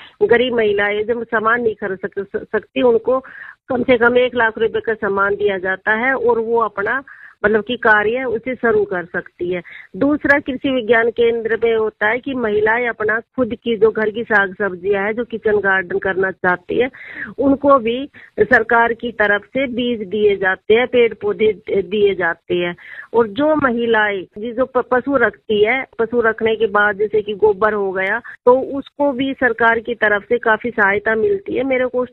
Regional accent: Dhani Chitar, Haryana, India; Gurugram district, मेरे गांव का नाम ढाणी चितर से है ना

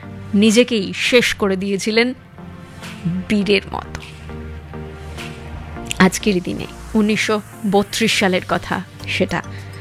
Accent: India

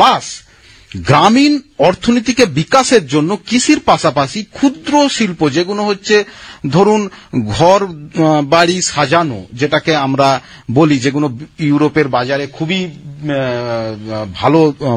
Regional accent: West Bengal, India

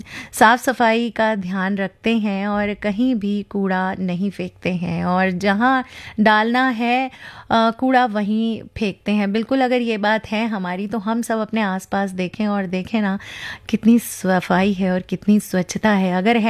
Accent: Amravati, Maharashtra, India; अमरावती से हूँ और जुड़ी रहती हूँ एफएम रेनबो से, और टीवी कम देखती हूँ लेकिन रेडियो बचपन से सुनती हूँ।

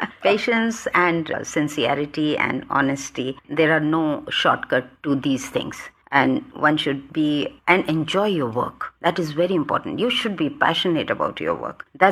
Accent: Delhi, India; I was born in Delhi and I'm a pure Delhiite. I was born here, I was educated here, I did my MBBS here, I did my post-graduation here, and then I did my job here and I got retirement from Delhi.

